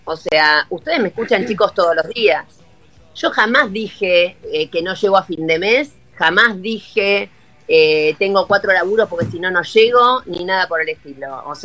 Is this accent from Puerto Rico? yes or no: no; Buenos Aires, Argentina; born there; Yo hablo desde Villa Soldati, donde nací